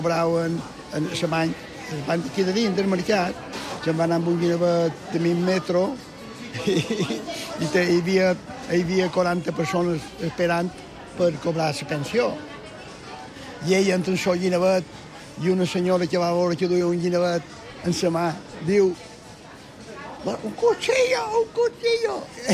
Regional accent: Palma, Balearic Islands, Spain; ma mare pelava peus i jo estava a 50 metres de la nave de xocs, de l'escorxador de Palma.

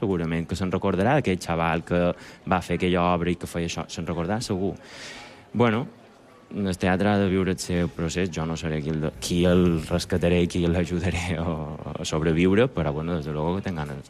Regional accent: Mallorca, Balearic Islands, Spain; now in Barcelona, Spain; Perquè perquè me n'he d'anar fora si jo soc d'aquí? Perquè no puc fer les meves mogudes aquí a Mallorca, precisament?

